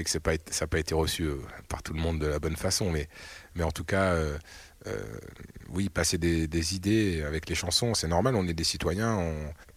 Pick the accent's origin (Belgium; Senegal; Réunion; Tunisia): Réunion; C'est sûr que quand on vit à La Réunion, moi en plus, mes parents étaient bagage français, je veux dire. J'ai vu tout de suite le décalage. Moi, j'ai eu la double culture.